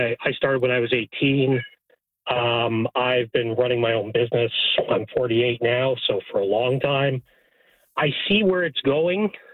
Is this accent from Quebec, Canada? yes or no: no; Toronto, Ontario, Canada; I grew up in Toronto